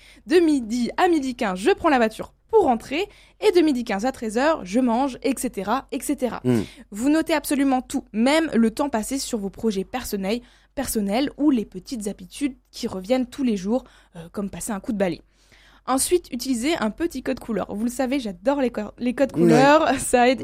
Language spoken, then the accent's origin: French; France; Mais nous sommes français.